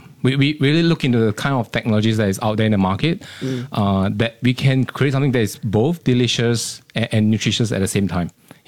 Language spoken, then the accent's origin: English; Singapore; Thanks for having me here. I grew up in Singapore